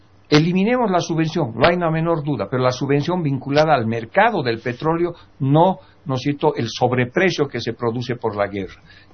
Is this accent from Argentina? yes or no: no; Bolivia